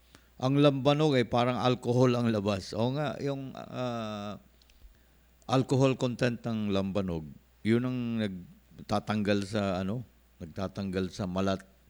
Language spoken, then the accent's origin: Tagalog; Davao Region, Philippines; now in Manila, Philippines; Sa aming salita, yung gatherer na, tuba gatherer sa amin sa Davao ay mananggiti.